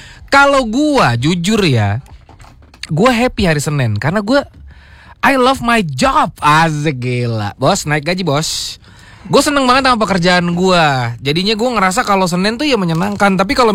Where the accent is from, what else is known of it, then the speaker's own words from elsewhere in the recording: South Tangerang, Banten, Indonesia; Kalau gue tahu wali kota gue siapa, wakilnya siapa. Gue kan Tangsel.